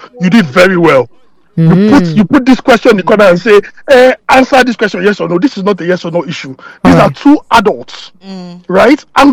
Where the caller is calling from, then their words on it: Calgary, Alberta, Canada; I listen to this show a lot. I am calling from Calgary in Alberta.